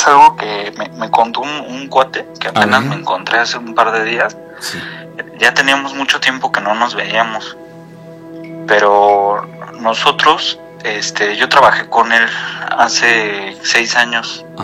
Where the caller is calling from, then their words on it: State of Mexico, Mexico; Del Estado de México.